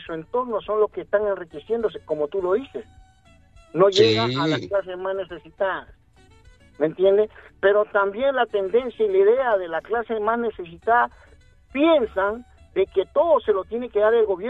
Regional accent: Peru; moved away; yo hace 39 años que yo salí del Perú, ¿verdad? Hace 39 años que salí del Perú. En esta etapa de mi vida, mis aspiraciones son otras, mis opciones son otras.

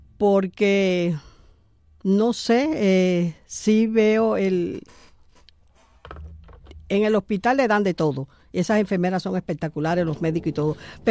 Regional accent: Cuba; now in United States; Yo soy cubana, llevo aquí 54 años, pero no me olvido de donde Dios me trajo en el año 71.

